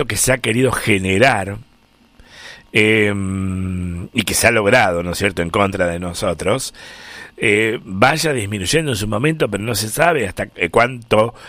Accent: Argentina; como argentino que somos y que queremos nuestro país, nuestra tierra, todo lo que comprende nuestra querida República Argentina

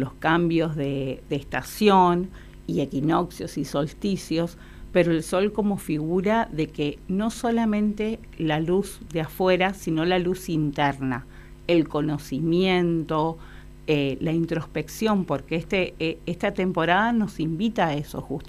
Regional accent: Ituzaingó, Corrientes, Argentina; me crié en un lugar, en Ituzaingó, en Corrientes, donde había mucho intercambio de gente, mucha gente que me nutrió el alma

